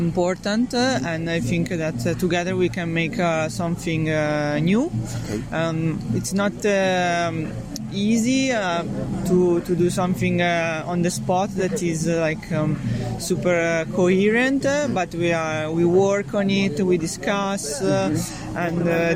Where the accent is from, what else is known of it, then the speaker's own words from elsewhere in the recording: Italy; And I'm a musician from Italy. I play the saxophone and I compose also electronic music.